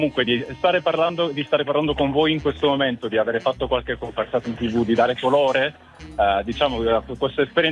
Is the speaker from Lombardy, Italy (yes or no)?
no; Palermo, Sicily, Italy; Anche se sono palermitano